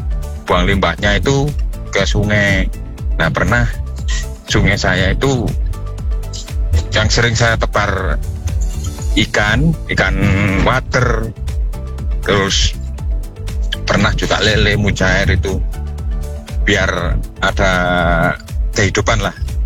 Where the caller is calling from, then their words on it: East Java, Indonesia; di daerah saya itu, di Purjo Kali Songo itu, nggak ada pabrik Mbak.